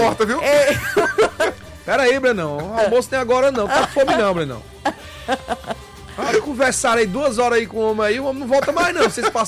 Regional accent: Brazil

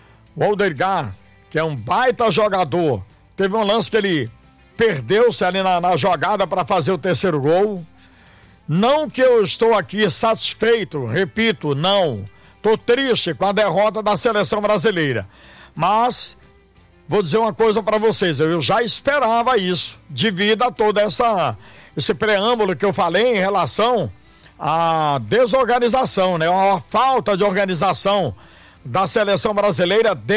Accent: Brazil; sou brasileiro

